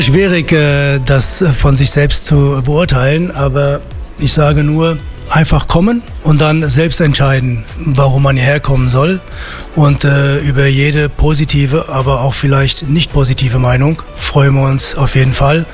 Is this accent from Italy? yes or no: yes; Italy; Ich bin Italiener, meine Eltern waren schon selbstständig in der Gastronomie